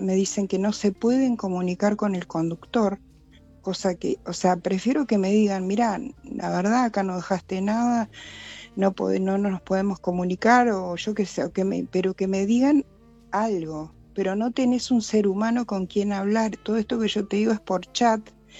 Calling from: Buenos Aires, Argentina; De Caballito

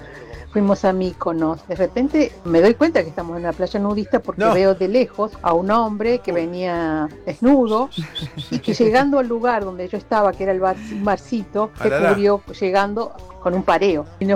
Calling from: Buenos Aires, Argentina; de Almagro

